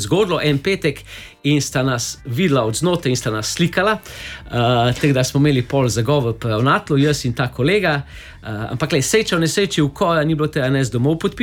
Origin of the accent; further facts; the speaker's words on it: Velenje, Savinja, Slovenia; 1000 mil do doma, 1000 do Velenja, zakaj? Ker sem iz Velenja.